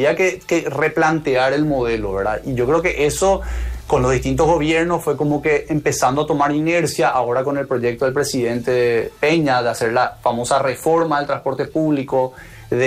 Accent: Paraguay; born there; de los que nacimos fuera de pobreza en Paraguay

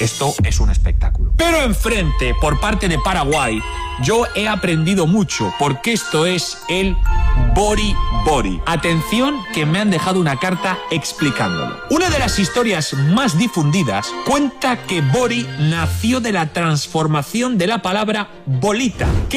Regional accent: Spain; soy español.

